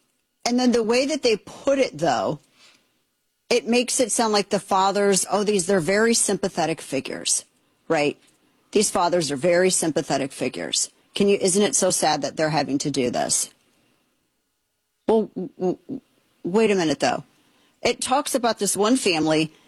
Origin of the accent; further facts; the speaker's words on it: Festus, Missouri, United States; like people in my hometown of Festus, Missouri, they just defeated the creation of a data center